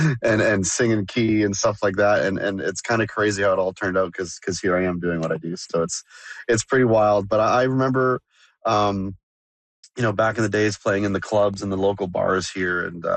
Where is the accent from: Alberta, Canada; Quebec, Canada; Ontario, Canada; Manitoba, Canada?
Ontario, Canada; North Bay; growing up in North Bay was a huge military city. So I was around a lot of aviation, a lot of music, and a lot of hockey.